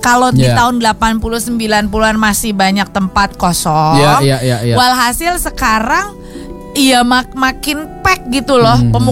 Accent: Jakarta, Indonesia; Iya. Kalau KTP Jakarta berarti gue orang Jakarta dong.

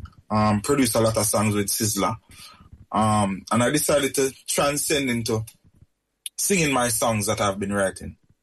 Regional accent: Kingston, Jamaica; born there; I was born here in Kingston, Jamaica.

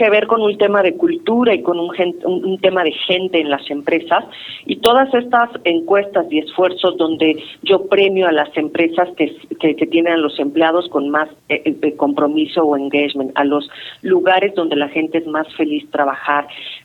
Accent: Mexico

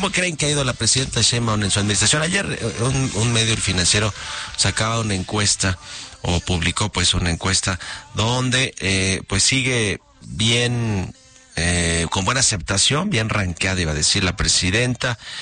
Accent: Mexico; todos la defendemos porque pues somos mexicanos y eso dice nuestro himno y nuestra constitución.

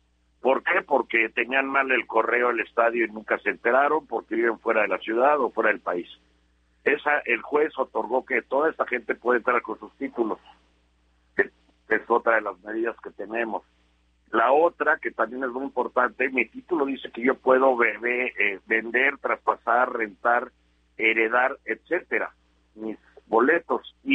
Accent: Mexico; Y nuestra dignidad como mexicanos, que es lo que no podemos permitir.

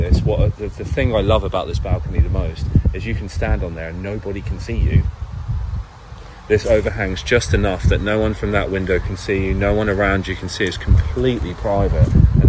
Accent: Great Yarmouth, East of England, United Kingdom; It's Great Yarmouth, and I was born and raised in Great Yarmouth.

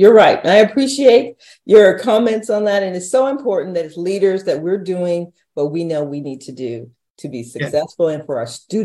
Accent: San Antonio, Texas, United States; growing up in San Antonio and not being, you know, not having a whole lot of money

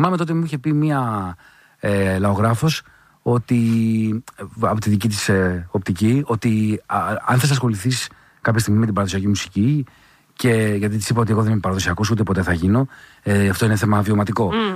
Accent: Drama, Eastern Macedonia and Thrace, Greece; Εγώ μεγάλωσα στη Δράμα

